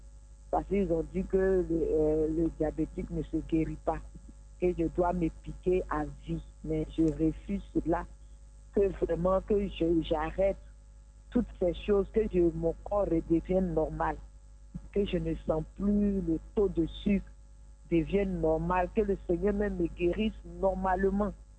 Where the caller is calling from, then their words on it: Abidjan, Côte d’Ivoire; J'appelle d'Adjamé.